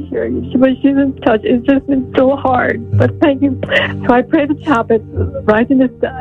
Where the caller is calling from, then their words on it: Paris, Île-de-France, France; Thanks for taking my call. I'm calling you from Paris.